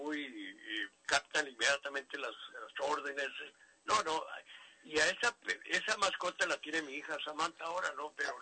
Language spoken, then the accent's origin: Spanish; Mexico; los morenos somos nosotros, los mexicanos.